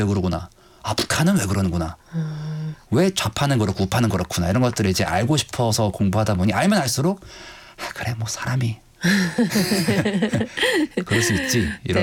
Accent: Gangwon, South Korea; 강원도 사람으로서

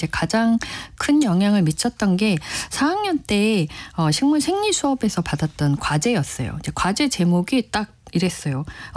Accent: Seoul, South Korea; 제가 이제 집이 이제 본가가 서울인데요.

